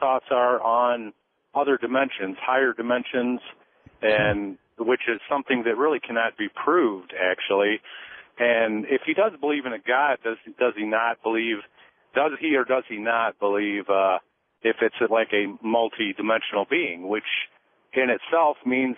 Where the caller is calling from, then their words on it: Michigan, United States; I'm this west from northern Michigan right now.